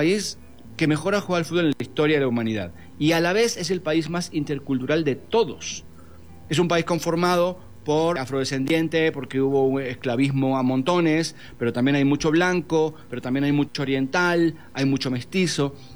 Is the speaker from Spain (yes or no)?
no; Argentina